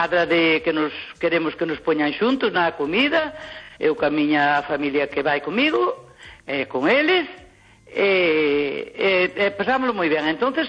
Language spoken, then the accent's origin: Galician; Teo, Galicia, Spain; moved away as an adult; now in Santiago de Compostela, Spain; E eu, como era da lá de Teio, pois ainda me tira algo para lá, a pesar de que levo 50 e moitos anos en Santiago